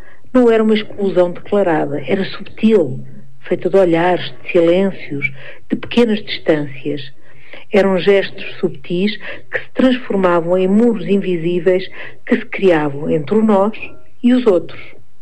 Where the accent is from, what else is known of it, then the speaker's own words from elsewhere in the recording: Guarda, Portugal; also born or lived in Germany; Sou portuguesa, nascida e criada em Portugal, numa família tradicional, da guarda. Cresci com referências muito próprias sobre o que era o normal, o adequado ou o aceitável. Mas quando vivi na Alemanha